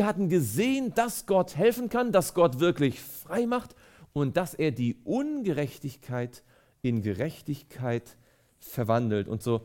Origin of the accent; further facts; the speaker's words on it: Mecklenburg-Vorpommern, Germany; now in Baden-Württemberg, Germany; bin ja nicht gebürtig aus Baden-Württemberg, aber als ich hierher zog, habe ich zum ersten Mal in meinem Leben Weinberge gesehen. Ich komme von der Ostsee, da gibt es keine Weinberge, ja, da gibt es raue See und viel Sand und Moor in Mecklenburg-Vorpommern.